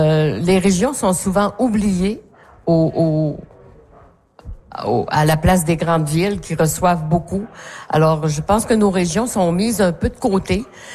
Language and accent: French; Sacré-Cœur, Quebec, Canada; Chez nous, à Sacré-Cœur